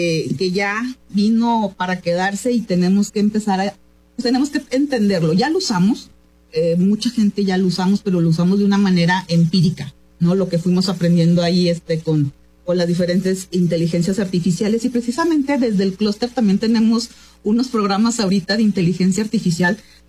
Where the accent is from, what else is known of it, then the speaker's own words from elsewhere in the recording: Coahuila, Mexico; Yo empecé a trabajar en Nuevo León y luego ya aquí en Coahuila. Soy coahuilense.